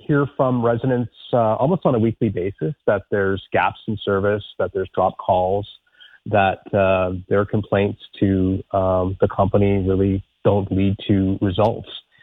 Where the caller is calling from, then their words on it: Ottawa, Ontario, Canada; Ironically, I'm calling you from Riverside South on a cell phone.